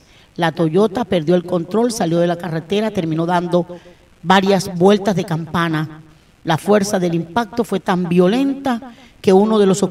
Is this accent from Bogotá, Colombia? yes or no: no; San Juan del Cesar, La Guajira, Colombia; El municipio de San Juan del Cesar, mi tierra bella